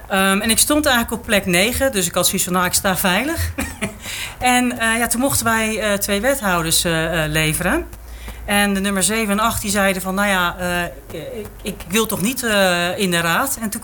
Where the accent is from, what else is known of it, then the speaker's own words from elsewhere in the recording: Gouda, South Holland, Netherlands; Ik ben geboren en getogen Gouwenaar.